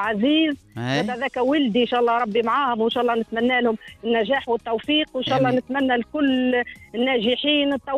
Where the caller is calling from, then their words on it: Korbous, Nabeul Governorate, Tunisia; أنا نكلم فيك من منطقة المريفة في قربص.